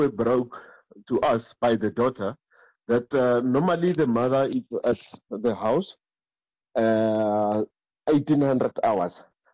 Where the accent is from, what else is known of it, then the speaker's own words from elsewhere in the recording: South Africa; As a South African citizen